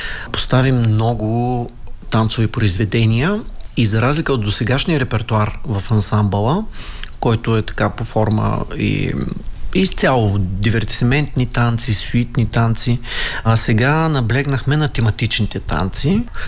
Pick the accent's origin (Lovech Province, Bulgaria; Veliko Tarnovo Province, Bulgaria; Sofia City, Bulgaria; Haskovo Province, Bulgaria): Haskovo Province, Bulgaria; Dimitrovgrad; moved away as an adult; also born or lived in Varna; now in Dobrich, Bulgaria; Аз съм родом от Димитровград. Да, и като тракиец по кръв и по родно място, всъщност към Добруджа ме отвя един вятър, аз станах студент във Варна първо и после в последствие така се случиха нещата, че останах там и да работя, и да уча.